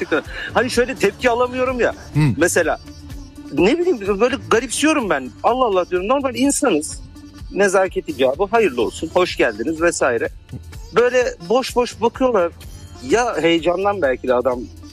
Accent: Izmir, İzmir, Turkey

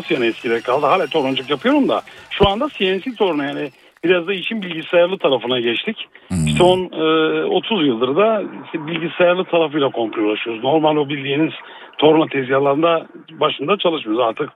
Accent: Urfa, Şanlıurfa, Turkey; also born or lived in Izmir; now in Istanbul, Turkey; Ya aslen Urfa, 35 yıldır İzmir, son 4 yıldır İstanbul.

